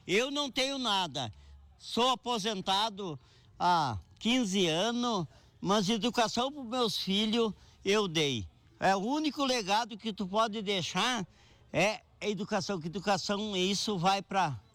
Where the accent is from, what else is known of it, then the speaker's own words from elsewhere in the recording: Brazil; also born or lived in Balneário Camboriú; nós como brasileiros